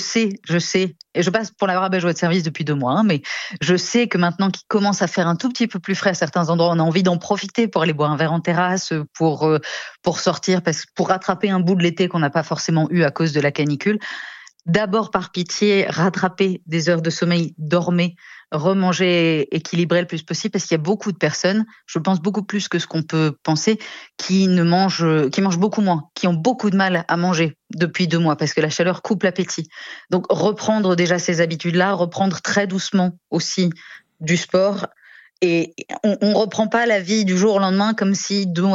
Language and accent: French; Nancy, Grand Est, France; Je viens de Nancy, chez moi, l'acclimatation, c'était épouvantable.